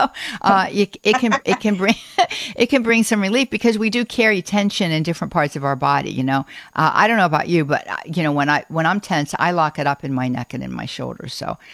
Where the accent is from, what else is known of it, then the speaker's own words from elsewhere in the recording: Pittsburgh, Pennsylvania, United States; growing up in the Pittsburgh area, we had a lot of strip mining that went on there.